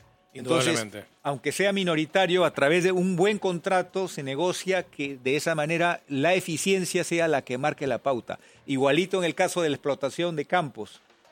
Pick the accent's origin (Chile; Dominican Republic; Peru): Peru